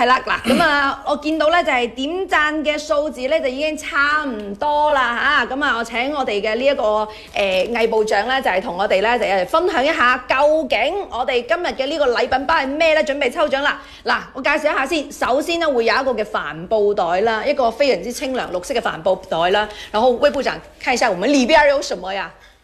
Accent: Foshan, Guangdong, China

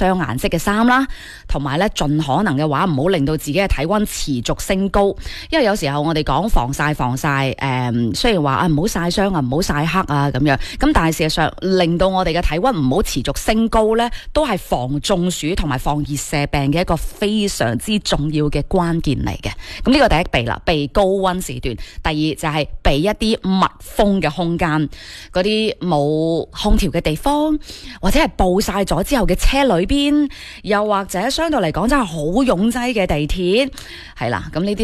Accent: Guangdong, China; 我哋广东人都好智慧嘅。

